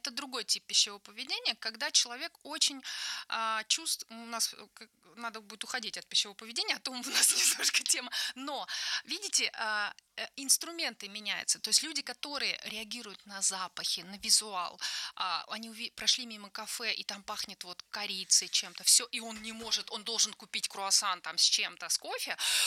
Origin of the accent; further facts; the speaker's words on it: Tashkent, Uzbekistan; moved away; Я из Ташкента родом